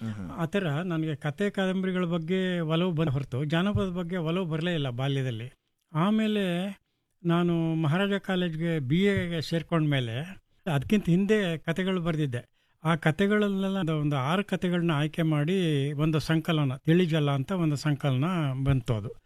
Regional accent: Kyathanahalli, Karnataka, India; ಅದನ್ನ ಹಾಡಿದವರು … ಅಂತೇಳಿ, ನಮ್ಮೂರ್ನವ್ರೆ, ನಮ್ಮ ಬೀದಿಯವರೇ.

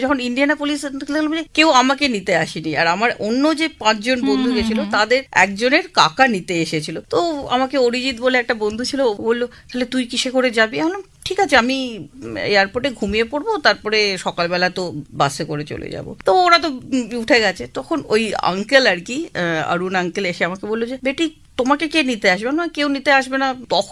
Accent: India; moved away as an adult

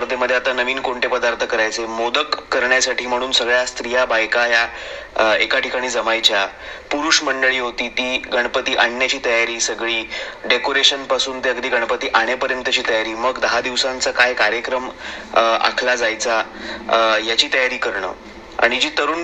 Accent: Mumbai, Maharashtra, India; मी 25 वर्षांचा आहे आणि मी एक गिरगावकर आहे.

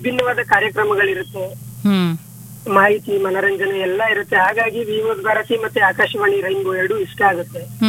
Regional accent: Sigekote, Karnataka, India; now in Bengaluru, India; ನಾವು ಕನಕಪುರ ತಾಲೂಕು ಸಿಗೇಕೋಟೆ ನಮ್ಮೂರು. ನಾವಿರೋದು ಬೆಂಗಳೂರು ಸುಂಕದಕಟ್ಟೆನಲ್ಲಿ.

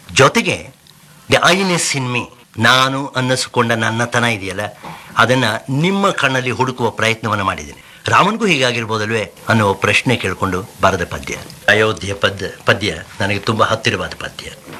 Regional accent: Karnataka, India; moved away as an adult; ನಾನು ಕನ್ನಡಿಗ, ಹುಟ್ಟಿ ಬೆಳೆದಿದ್ದು ಕನ್ನಡ ದೇಶದಲ್ಲಿ

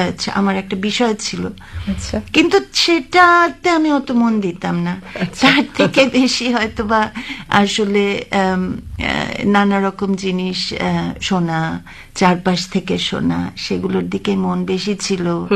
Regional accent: Shillong, Meghalaya, India; আমি শিলংয়ে বড় হয়েছি

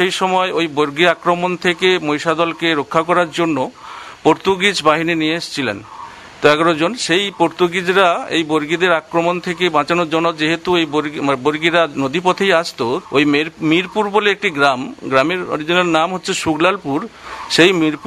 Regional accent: West Bengal, India; আমাদের গ্রামটি খুব মনোরম গ্রাম, যে গ্রামীণ যে পরিবেশ সেই গ্রামীণ পরিবেশ রয়েছে। তো এখানে এই যে ঐতিহ্যপূর্ণ গ্রাম, এই গ্রামটি মহিষাদলের যে ইতিহাস, যে মহিষাদলের যে রাজবাড়ি, সেই ইতিহাসের সঙ্গেও

